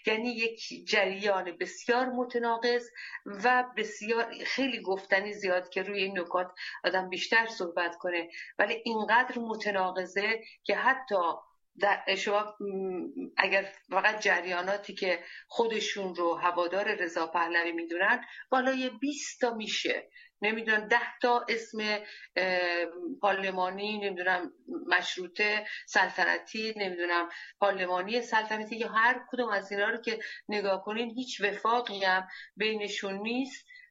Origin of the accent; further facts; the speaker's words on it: Iran; به عنوان یک ایرانی که دلش برای آزادی مردم ایران میتپه